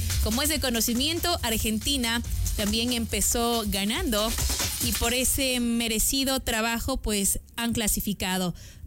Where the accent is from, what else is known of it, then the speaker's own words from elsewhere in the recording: Ecuador; Como ecuatorianos y como latinoamericanos